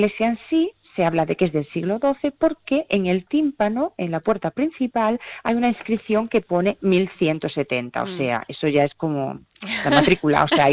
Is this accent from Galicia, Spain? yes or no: yes; Lugo, Galicia, Spain; somos aquí de Lugo y demás, pues bueno, al final pues uno se va aquí, que queda relativamente cerca